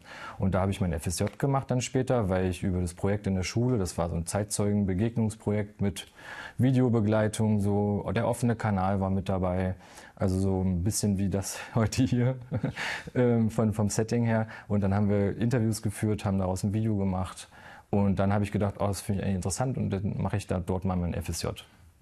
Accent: Halberstadt, Saxony-Anhalt, Germany; moved away as an adult; also born or lived in Bernau bei Berlin / Leipzig; Ich komme aus Halberstadt, Wernigerode, also aus einer ganz anderen Ecke und war da bis auf so kleine Unterbrechungen. Da haben wir mal mit der Familie in Berlin gewohnt oder Bernau bei Berlin. War da bis zum Abitur und dann bin ich nach Leipzig gezogen zum Studieren.

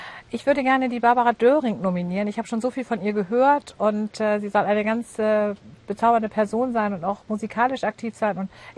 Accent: Hamburg, Germany; born or raised there

